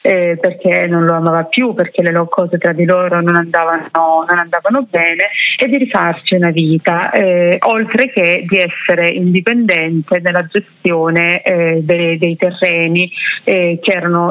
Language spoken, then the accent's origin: Italian; Cinquefrondi, Calabria, Italy; lei viveva a Laureana di Borrello e io sono di Cinquetroni